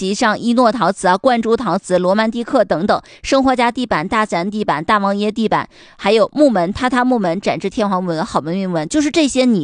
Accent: China; 我们中国人有个习俗，就是俩人要有一个落脚

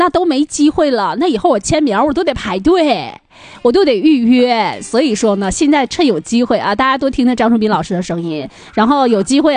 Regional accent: Yichun, Heilongjiang, China; 我老家不伊春那面嘛，离佳木斯其实也没有多远

